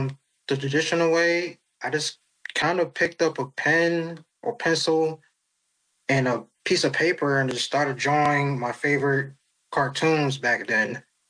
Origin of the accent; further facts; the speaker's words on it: Virginia, United States; also born or lived in South Carolina; I'm 33. I've been living here in Virginia now for, basically my whole life, I guess you can say. I was born in South Carolina, but raised up here.